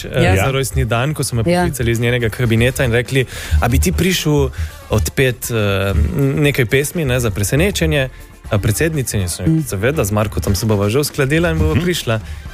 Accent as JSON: {"language": "Slovenian", "region": "Slovene Littoral", "country": "Slovenia", "said": "jaz kot Primorec"}